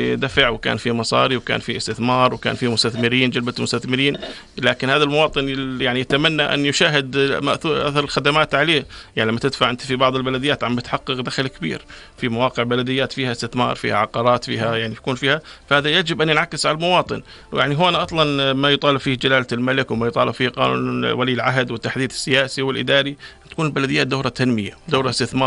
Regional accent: Jordan; إحنا كمواطنين أردنيين وكحزب أردني

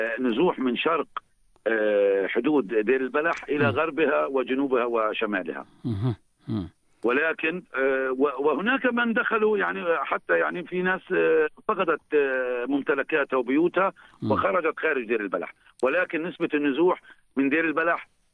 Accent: Palestine; now in Deir al-Balah, Palestine

